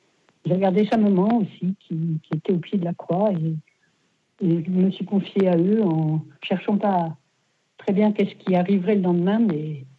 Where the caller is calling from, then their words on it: Paris, Île-de-France, France; Je vous appelle de Paris, le 14e. Ma paroisse, c'est Saint-Pierre-de-Montrouge.